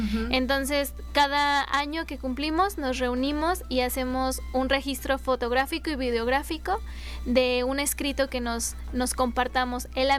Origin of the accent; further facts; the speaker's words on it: Mexico City, Mexico; en el barrio, pues, de donde vengo